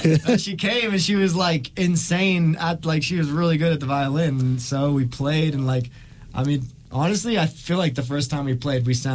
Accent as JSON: {"language": "English", "town": "San Diego", "region": "California", "country": "United States", "tie": "born there", "also_born_or_lived": "East Coast", "moved": "as an adult", "said": "I've lived on the East Coast and I've lived on the West Coast, but I was born in San Diego, California."}